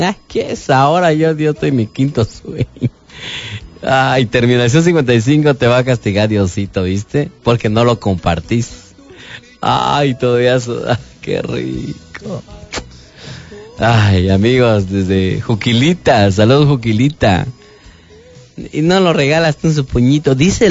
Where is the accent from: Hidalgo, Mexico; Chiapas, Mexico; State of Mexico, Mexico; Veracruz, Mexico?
Chiapas, Mexico; Las Margaritas; moved away; also born or lived in Comitán; yo soy originario de Margarita